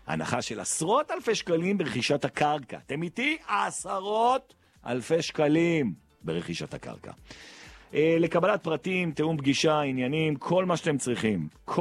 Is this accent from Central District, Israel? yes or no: no; Jerusalem, Jerusalem District, Israel; אני גדלתי שם, גם סיימתי את התיכון במקיף גילו.